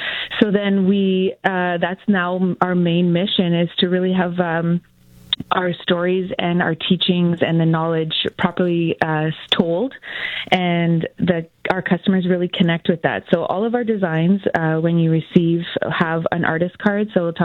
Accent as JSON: {"language": "English", "town": "Nipissing First Nation", "region": "Ontario", "country": "Canada", "said": "I'm originally from Nipissing First Nation, Ojibwe, and I kind of was called to reconnect to who I was"}